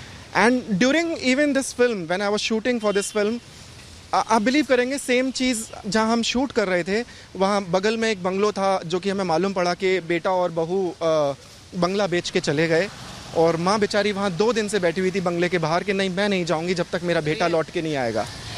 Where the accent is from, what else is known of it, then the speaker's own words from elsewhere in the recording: Agra, Uttar Pradesh, India; चूँकि मैं आगरा का हूँ, मैं आगरा से बिलोंग करता हूँ